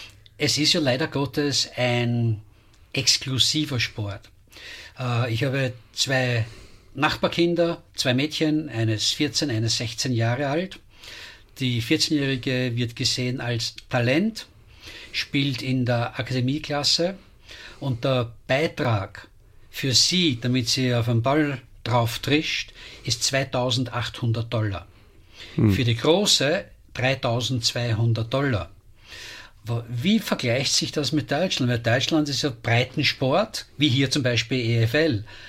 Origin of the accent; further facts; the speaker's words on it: Vienna, Austria; Als echter Wiener bin ich ein Bayern-München-Fan.